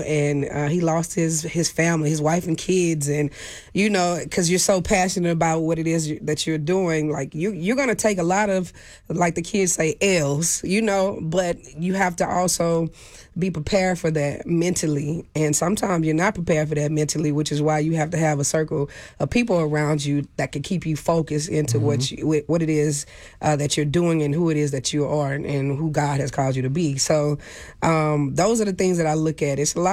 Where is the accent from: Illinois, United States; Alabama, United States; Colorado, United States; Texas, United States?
Texas, United States; Houston; I'm a former educator, to know that, like, I'm from Houston. You can make it.